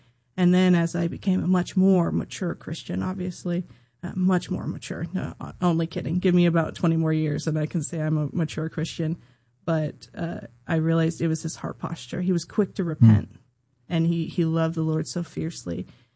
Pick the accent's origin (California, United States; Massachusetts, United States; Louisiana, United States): California, United States; Santa Rosa; moved away as an adult; now in Sacramento, United States; I am born and raised from Sonoma County. I grew up in Santa Rosa predominantly, and so coming out here to Sacramento, I just felt like God was calling me out here. And so now, obviously, I've been here about a year.